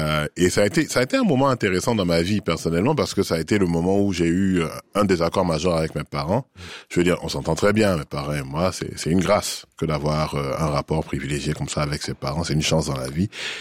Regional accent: Abidjan, Côte d’Ivoire; moved away as an adult; also born or lived in France / South Africa; now in Basel, Switzerland; J'ai grandi à Abidjan, effectivement. J'ai grandi à Cocody.

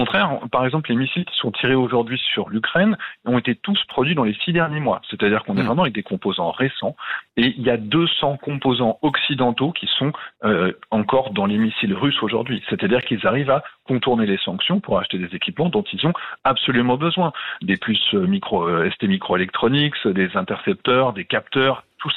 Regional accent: France; en tant que Français

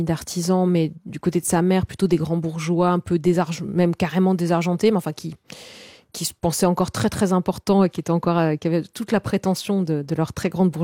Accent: Bastia, Corsica, France; also born or lived in Castagniccia; moi, je suis née à Bastia et j'ai passé pas mal de temps aussi en Castagniccia. Donc, c'est en moyenne montagne.

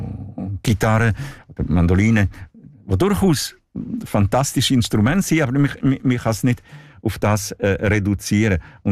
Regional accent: Bern, Switzerland; Genau, ich bin ja in Bern aufgewachsen, habe meine Schule in Bern gemacht.

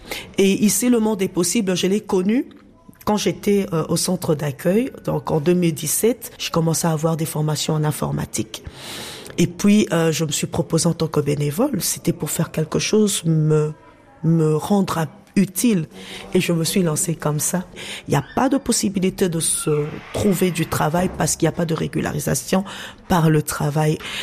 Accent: Kinshasa, DR Congo; moved away as an adult; now in Belgium; Je suis de la République démocratique du Congo, donc je viens de Kinshasa

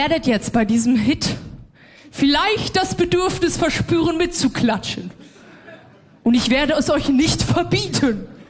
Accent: Bavaria, Germany; moved away; aber ich bin in Bayern groß geworden.

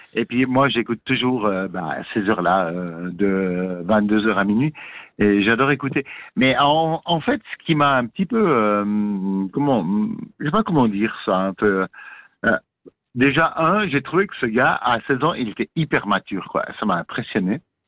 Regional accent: Switzerland; chez nous en Suisse.

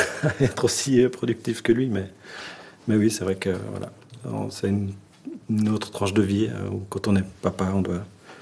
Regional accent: Switzerland; je suis de Suisse, mais j'ai ma grand-mère qui est turque, mon grand-mère qui est parisienne.

